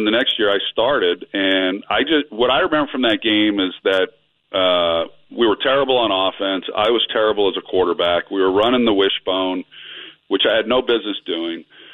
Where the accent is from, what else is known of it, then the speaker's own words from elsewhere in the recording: California, United States; moved away as an adult; also born or lived in Oklahoma; I was originally from California. So when I get to Oklahoma, I was a USC fan as a kid growing up, and you can't hardly be from Southern California and … not be a USC Trojan fan.